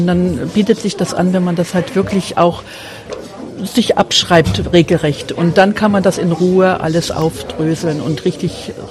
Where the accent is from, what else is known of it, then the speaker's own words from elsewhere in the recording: Erfurt, Thuringia, Germany; Also ich direkt komme nicht aus Pferdingsleben. Ich bin eine gebürtige Erfurterin, aber meine mütterlichen Vorfahren kommen alle aus dem Umkreis von Erfurt.